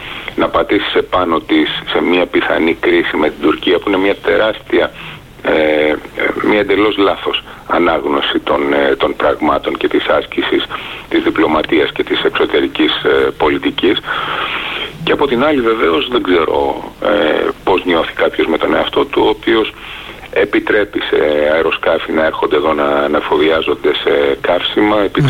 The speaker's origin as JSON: {"language": "Greek", "country": "Greece", "said": "να λέω ότι είμαι Έλληνας"}